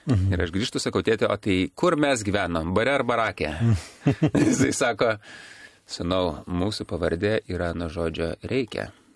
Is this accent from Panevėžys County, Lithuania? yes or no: no; Agluonėnai, Klaipėda County, Lithuania; ir aš augau Aglonėnuose. Aglonėnai, Klaipėdos rajonas, dabar priklauso ir tada priklausė Mažosios Lietuvos regionui ir mokiausi, aš pradžioj pradinį mokyklą į pačios Aglonėnuose, o paskui mokiausi Klaipėdai.